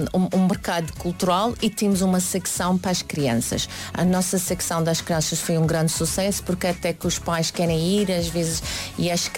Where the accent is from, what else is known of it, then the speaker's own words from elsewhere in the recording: Cape Town, Western Cape, South Africa; como sou da cidade do Cabo